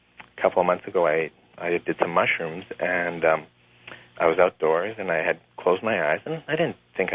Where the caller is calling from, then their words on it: Oakville, Ontario, Canada; I'm calling from Oakville, Ontario.